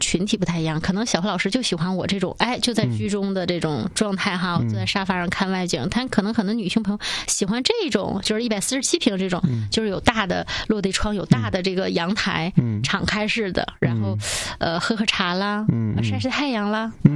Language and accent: Chinese; Northeast China, China; 我作为东北人哈